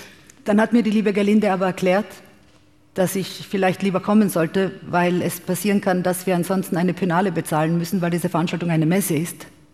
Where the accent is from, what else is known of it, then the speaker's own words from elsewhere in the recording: Serbia; ich komme aus einem Ort namens Bička Materina ohne Autobahnanschluss in Serbien.